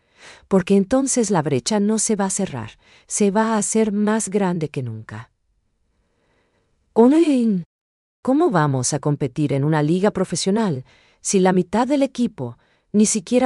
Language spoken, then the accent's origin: Spanish; Paraguay; lo que nos hace únicos como paraguayos.